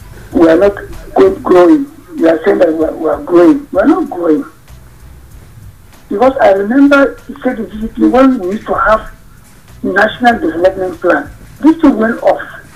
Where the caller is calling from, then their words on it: Nigeria; from Bakilari.